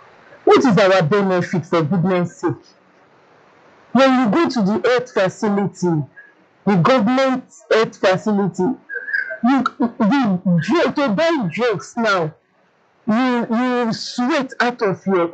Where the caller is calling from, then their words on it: Nigeria; we as Nigerians